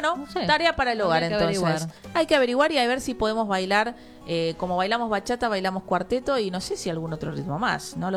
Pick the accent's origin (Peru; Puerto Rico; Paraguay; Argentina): Argentina; somos argentinos, no vamos a negar la sangre, los orígenes, las raíces.